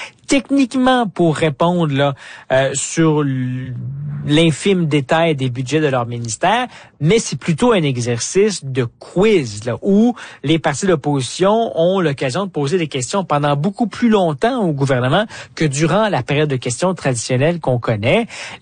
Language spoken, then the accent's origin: French; Quebec, Canada; chez nous au Québec.